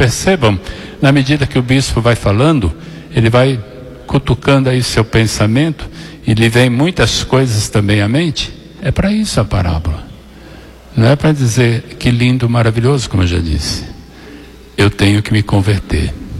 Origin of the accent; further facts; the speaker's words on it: Minas Gerais, Brazil; como mineiro que somos